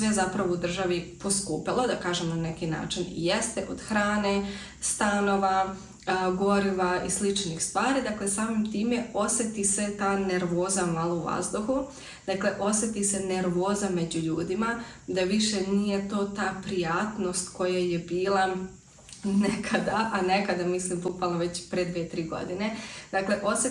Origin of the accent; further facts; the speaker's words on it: Serbia; now in Austria; kao što bi imao, na primjer, kod nas u Srbiji u državnim bolnicama.